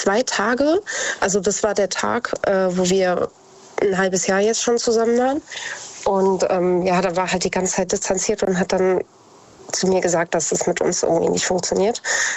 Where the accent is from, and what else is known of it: Idstein, Hesse, Germany; born or raised there